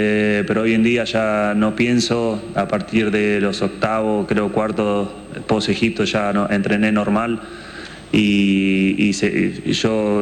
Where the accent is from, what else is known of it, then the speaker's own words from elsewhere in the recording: Argentina; quiero que nos recuerden como cualquier argentino, que somos trabajadores, que nunca nos damos por vencido